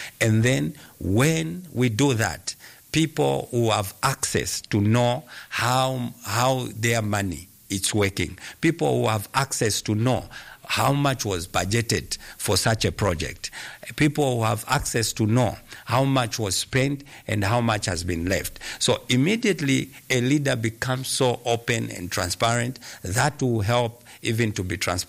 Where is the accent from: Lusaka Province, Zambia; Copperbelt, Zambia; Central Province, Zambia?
Lusaka Province, Zambia; Lusaka; I am a person who was born in Ngombe, and I grew up in Ngombe facing the same challenges that I'm talking about